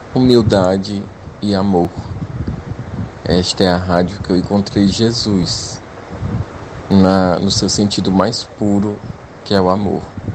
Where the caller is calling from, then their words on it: Fortaleza, Ceará, Brazil; Sou daqui de Fortaleza, Ceará